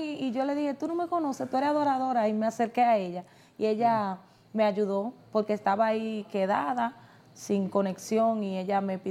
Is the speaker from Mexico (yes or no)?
no; Yamasá, Monte Plata, Dominican Republic; vengo del Distrito Municipal Mamatingó de Yamasá.